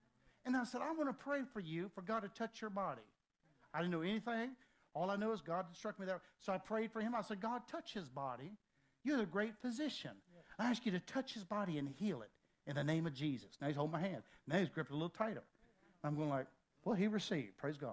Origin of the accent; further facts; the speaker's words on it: Helltown, Virginia, United States; I'm a preacher from Helltown, Virginia.